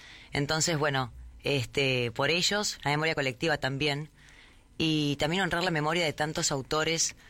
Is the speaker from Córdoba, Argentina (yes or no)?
yes; Los Surgentes, Córdoba, Argentina; en mi pueblo, que hoy son 1.500 habitantes, en el sudeste cordobés, se llama Los Urgentes, muy pequeñito, siempre lo fue.